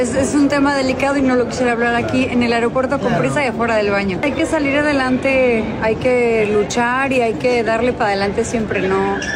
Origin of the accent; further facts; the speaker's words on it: Mexico; apoyo mucho a mi país